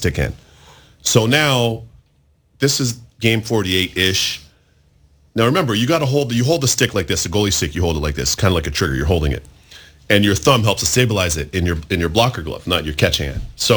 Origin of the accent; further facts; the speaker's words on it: Toronto, Ontario, Canada; growing up in Toronto, it's the biggest minor hockey, youth hockey scene in the world